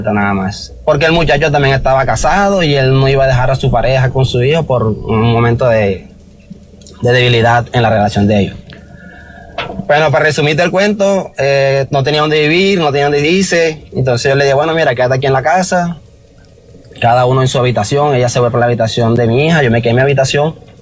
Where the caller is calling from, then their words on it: Caribbean coast, Colombia; porque yo soy costeño, ella es paisa